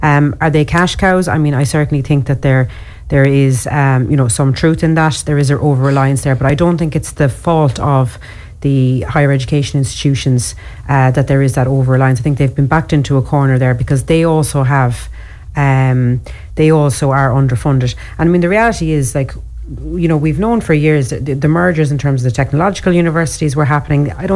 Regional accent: Ireland

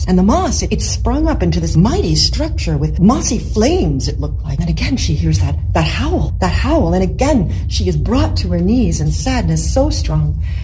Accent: British Columbia, Canada; I'm from Vancouver Island, Canada, which is, you have to take a ferry from Vancouver.

